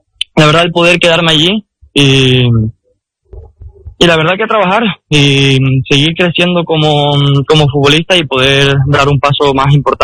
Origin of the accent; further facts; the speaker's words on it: Canary Islands, Spain; now in United Arab Emirates; mi tierra